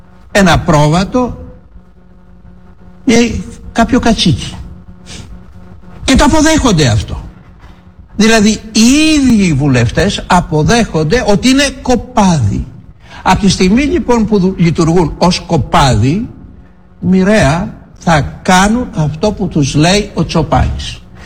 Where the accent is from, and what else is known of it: Peloponnese, Greece